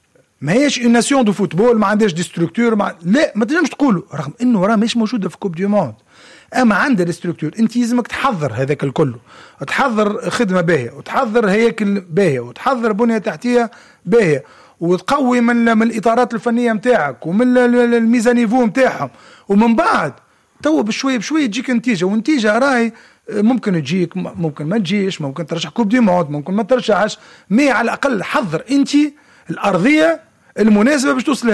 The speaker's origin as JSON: {"language": "Arabic", "country": "Tunisia", "said": "عندنا في تونس"}